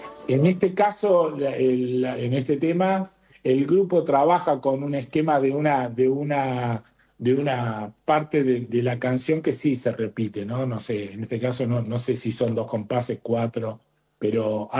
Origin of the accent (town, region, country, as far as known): Caseros, Buenos Aires Province, Argentina; born or raised there